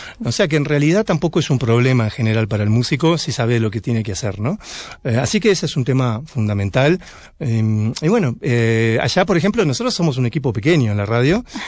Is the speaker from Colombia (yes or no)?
no; Uruguay; Nosotros somos del Río de la Plata